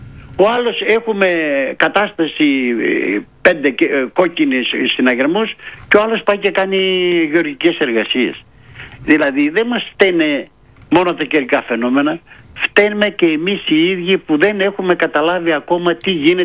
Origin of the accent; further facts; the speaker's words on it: Eirinikó, Central Macedonia, Greece; Είμαι στο χωριό μου, στο Κιλκής, λέγεται Ειρηνικό το χωριό.